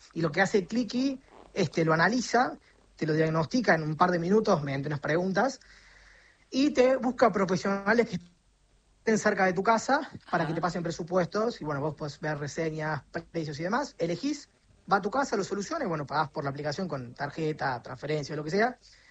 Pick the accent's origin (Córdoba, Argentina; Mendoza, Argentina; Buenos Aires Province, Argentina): Córdoba, Argentina; nosotros somos acá de Córdoba, pero ya funciona hace unos meses en Buenos Aires